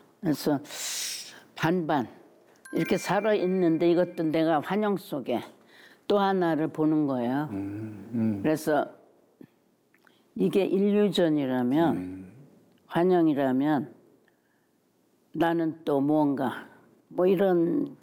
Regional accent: South Korea; now in New York, United States; 그 매일 있는데 이제 한국 사람으로는 처음.

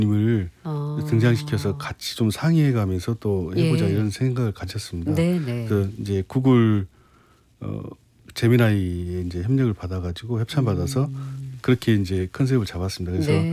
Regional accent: Damyang, South Jeolla, South Korea; 담양인데, 저는 어렸을 때 어떻게 보면 평야만 있는 그런 그 삼질이라는 마을, 삼지천이 이런 마을에 태어났는데요. 산도 없고 난장판인 거예요.

